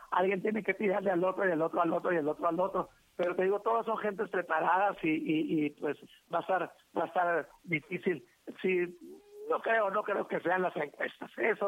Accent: Tehueco, Sinaloa, Mexico; Soy indio de Tehueco y me siento muy orgulloso de mis raíces.

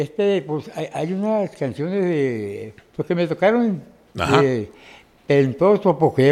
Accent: Los Mochis, Sinaloa, Mexico; Que es nacido, crecido y envejecido aquí.

